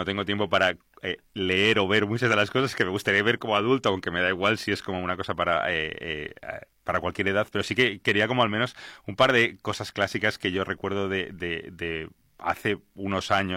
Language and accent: Spanish; Catalonia, Spain; yo como catalán